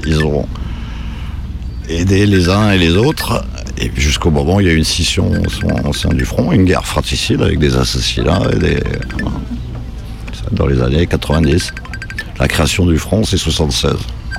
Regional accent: Paris, Île-de-France, France; born there; moved away as an adult; now in Corsica, France; Je suis né à Paris, de famille espagnole basque, réfugié depuis 36 en France. Voilà. Et donc je suis arrivé en Corse après mon service militaire.

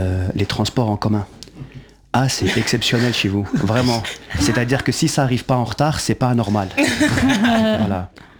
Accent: Belgium; moi je suis belge, je suis venu régler mes comptes, voilà.

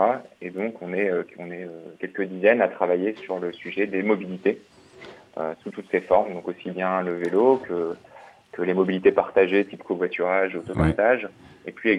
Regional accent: Lille, Hauts-de-France, France; moved away as an adult; je suis lillois, j'ai grandi à Lille. Et donc je suis de retour à Lille depuis maintenant presque 4 ans.

